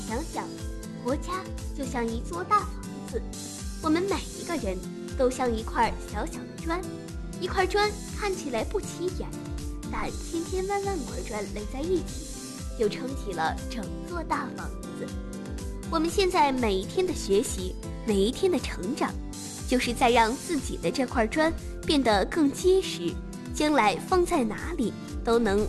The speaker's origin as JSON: {"language": "Chinese", "country": "China", "said": "我当时就在想，天啊，我们中国人在太空里讲课了。"}